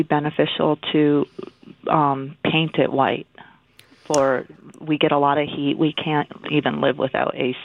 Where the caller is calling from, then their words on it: Boston, Massachusetts, United States; I live in Boston.